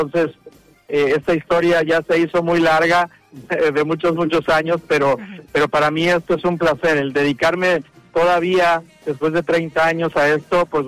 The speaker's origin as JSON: {"language": "Spanish", "region": "Veracruz", "country": "Mexico", "said": "yo siendo veracruzano"}